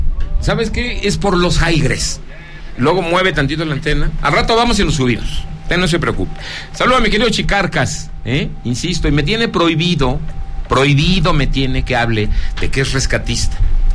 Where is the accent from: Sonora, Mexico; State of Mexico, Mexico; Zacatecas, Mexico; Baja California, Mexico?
Zacatecas, Mexico; Muchas gracias, mi querido Rodrigo Chávez, jefe de fotografía de mi tierra, Zacatecas.